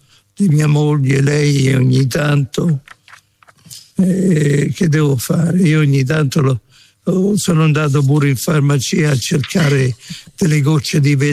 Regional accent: Macerata, Marche, Italy; now in Rome, Italy; io facevo il chierichetto da ragazzino quando stavo a Macerata. Poi quando sono venuto a Roma non andavo più a messa, niente.

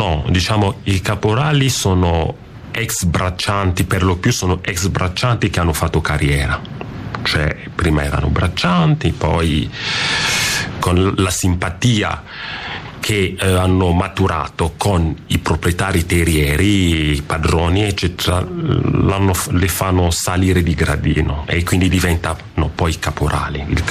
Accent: Cameroon; now in Italy

